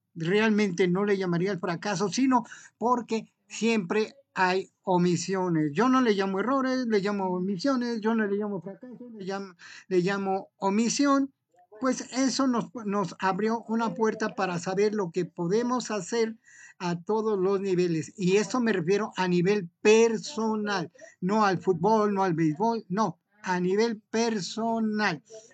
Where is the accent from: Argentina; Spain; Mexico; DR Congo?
Mexico; Yo en lo particular me siento orgullosamente mexicano, punto. ¿Eso qué quiere decir? Que me siento muy orgulloso de todo mi país, del norte a sur.